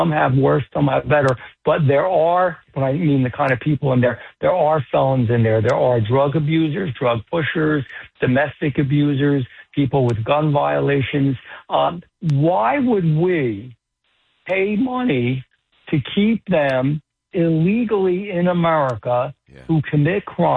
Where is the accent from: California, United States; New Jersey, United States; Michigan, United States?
New Jersey, United States; Paterson; I'm proud to be from New Jersey. You know, I grew up in Paterson, New Jersey.